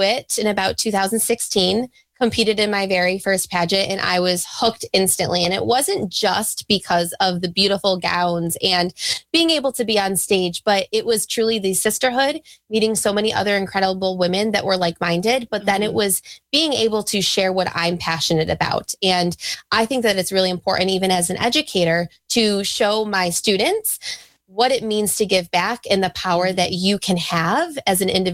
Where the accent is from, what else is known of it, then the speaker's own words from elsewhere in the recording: Syracuse, New York, United States; I was born and raised here in Syracuse, New York.